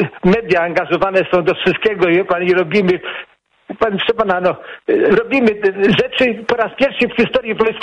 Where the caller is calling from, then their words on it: Płock, Masovian Voivodeship, Poland; ja mieszkam w Płocku, nie mieszkam w Monteverde, czy gdzieś tam w Mar-a-Lago. Mieszkam w Polsce Centralnej